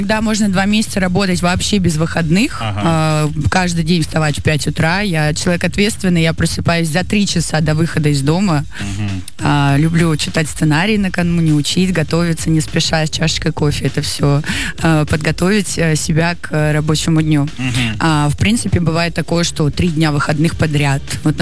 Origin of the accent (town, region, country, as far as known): Saint Petersburg, Russia; born or raised there